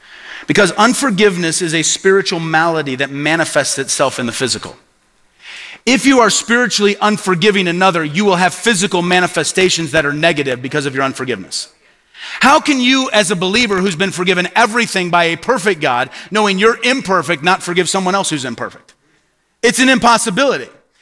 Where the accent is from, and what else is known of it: Peoria, Illinois, United States; born or raised there